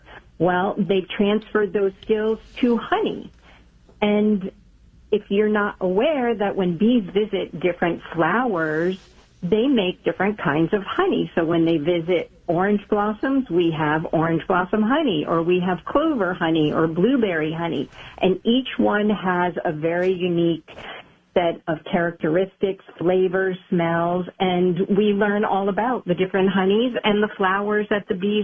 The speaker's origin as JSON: {"language": "English", "region": "Connecticut", "country": "United States", "tie": "born or raised there", "said": "But when I came back to my home state of Connecticut, I met a neighbor who was a beekeeper"}